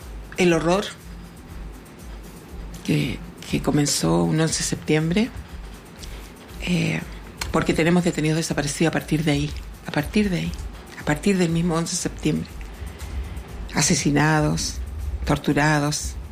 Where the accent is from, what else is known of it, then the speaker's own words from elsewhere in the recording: Chile; cada uno de nosotros que somos el pueblo de Chile.